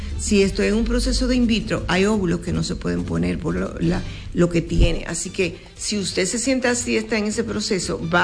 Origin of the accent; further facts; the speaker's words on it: Dominican Republic; los dominicanos somos dominicanos donde quiera